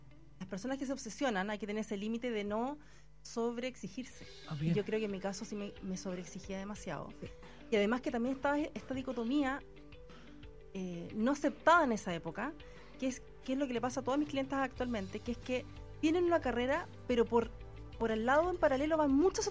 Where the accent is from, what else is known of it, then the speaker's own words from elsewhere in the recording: Los Ángeles, Biobío, Chile; soy oriunda de esa ciudad.